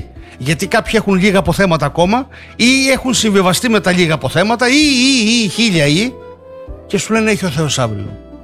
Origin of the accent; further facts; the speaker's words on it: Crete, Greece; Μένα το χωριό μου να μείνει ελληνικό και κριτικό στην Κρήτη που είμαι, με ενδιαφέρει.